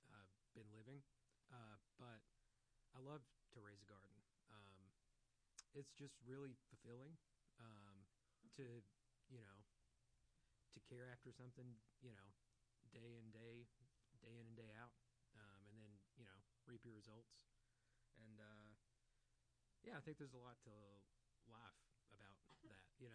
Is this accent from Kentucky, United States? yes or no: yes; Middlesboro, Kentucky, United States; now in Chattanooga, United States; I'm from Middlesboro, Kentucky.